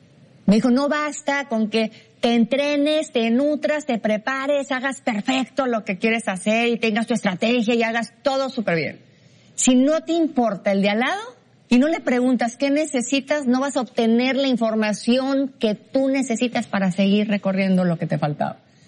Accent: Mexico; vengo de México

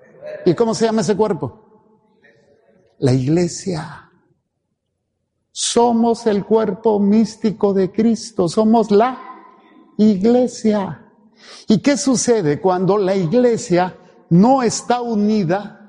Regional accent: Mexico; born there; moved away; la mayoría somos nacidos en México

